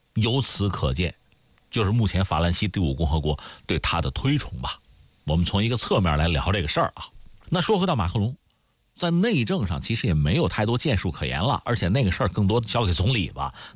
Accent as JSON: {"language": "Chinese", "country": "China", "said": "说起来你比如说那我们中国人啊，"}